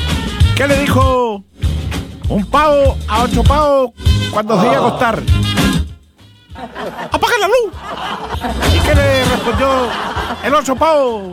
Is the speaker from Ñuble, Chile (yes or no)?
yes; Quirihue, Ñuble, Chile; Pero si yo soy de campo, señora, si yo soy de Quirigüe, he venido con mi dicho, es decir, y el anca de mi caballo viene galopando Chile.